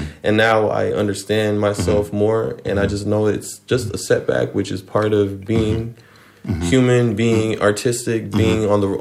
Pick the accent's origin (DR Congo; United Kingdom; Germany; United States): Germany; Mainz, Rhineland-Palatinate; now in Frankfurt, Germany; I grew up in Mainz.